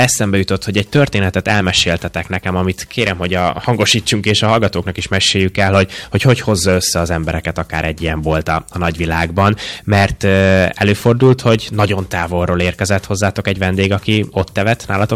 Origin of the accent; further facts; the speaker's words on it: Hungary; Nagyon jó lesz hallani, így magyarként.